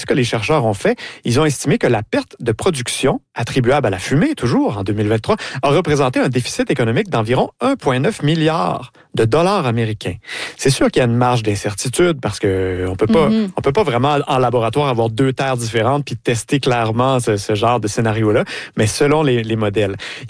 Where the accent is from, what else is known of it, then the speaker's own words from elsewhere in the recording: Quebec, Canada; Ben, moi, j'ai grandi en Gaspésie, dans la baie des Chaleurs